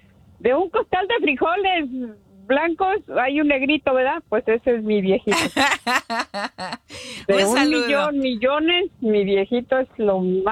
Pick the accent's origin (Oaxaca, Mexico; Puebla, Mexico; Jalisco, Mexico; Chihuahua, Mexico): Jalisco, Mexico; Chapala; Yo soy de Chapala, pero él es de ahí, de la puerta de San Nicolás, cerquitas de Jocotepe, de todo eso por ahí.